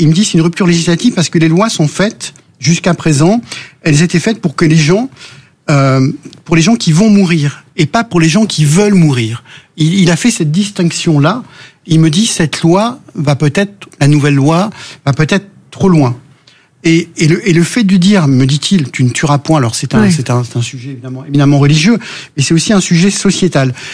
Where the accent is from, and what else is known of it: Auvergne-Rhône-Alpes, France